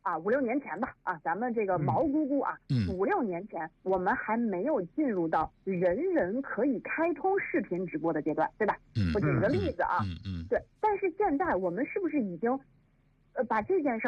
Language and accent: Chinese; China